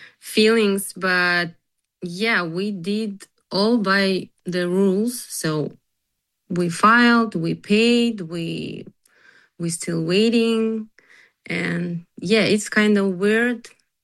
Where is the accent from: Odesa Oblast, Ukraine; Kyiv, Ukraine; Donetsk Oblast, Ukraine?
Kyiv, Ukraine; English is a second language; moved away as an adult; now in United States; because we're from Kyiv.